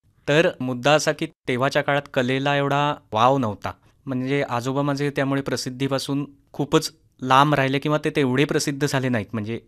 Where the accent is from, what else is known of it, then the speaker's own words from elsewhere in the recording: Aravali, Maharashtra, India; आमचं गाव आरवली. आता आरवली गाव कलाकारांचं गाव म्हणून सुप्रसिद्ध आहेच आपल्या कोकणामध्ये